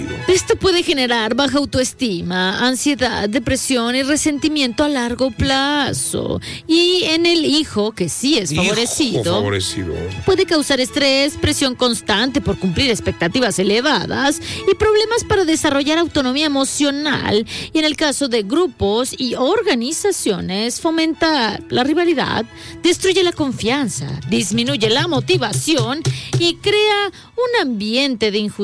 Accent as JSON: {"language": "Spanish", "town": "León", "region": "Guanajuato", "country": "Mexico", "said": "soy de León, Guanajuato."}